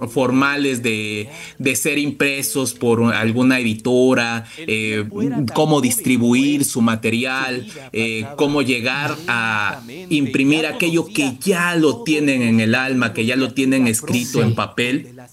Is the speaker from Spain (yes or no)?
no; Veracruz, Mexico; Somos todos veracruzanos.